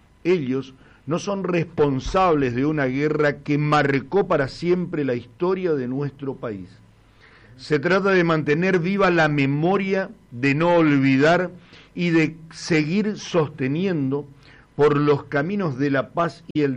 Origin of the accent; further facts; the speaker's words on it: Argentina; Sin embargo, como argentino, me cuesta creer que sea solamente un partido.